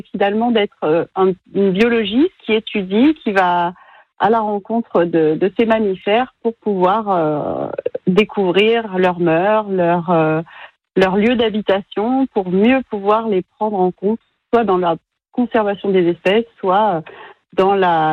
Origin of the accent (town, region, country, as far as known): France